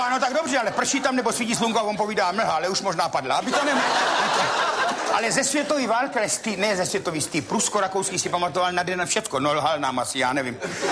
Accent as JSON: {"language": "Czech", "town": "Řicmanice", "region": "South Moravian Region", "country": "Czechia"}